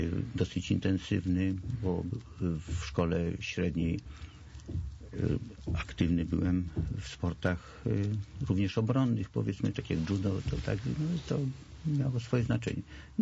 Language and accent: Polish; Warsaw, Masovian Voivodeship, Poland; born or raised there